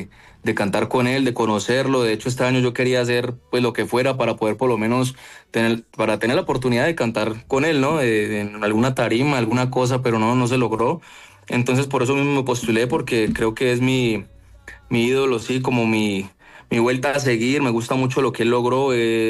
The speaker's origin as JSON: {"language": "Spanish", "town": "Popayán", "region": "Cauca", "country": "Colombia", "said": "yo soy de Popayán"}